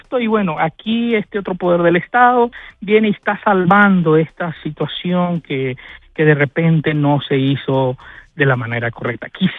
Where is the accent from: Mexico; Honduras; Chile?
Honduras; Yo como hondureño